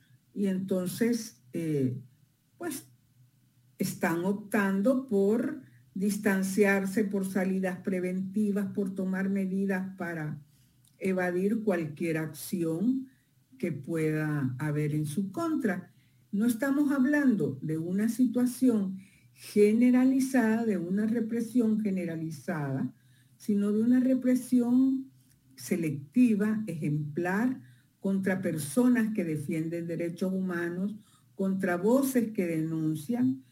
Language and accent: Spanish; El Salvador